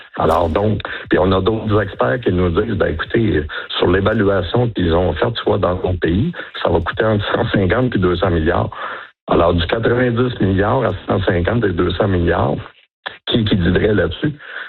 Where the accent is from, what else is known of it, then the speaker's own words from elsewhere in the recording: Quebec, Canada; Moi, je suis un Québécois canadien.